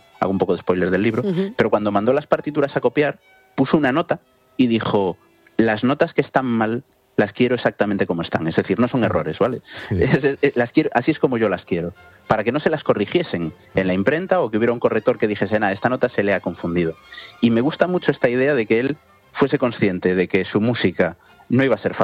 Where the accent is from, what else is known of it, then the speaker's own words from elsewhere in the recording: Galicia, Spain; Yo que soy gallego